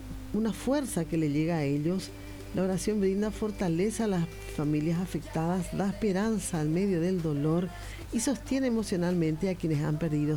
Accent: Paraguay; Nuestra solidaridad como paraguayos

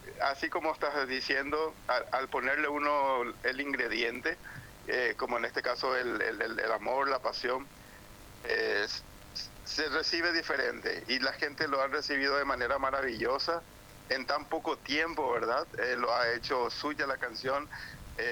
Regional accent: Paraguay

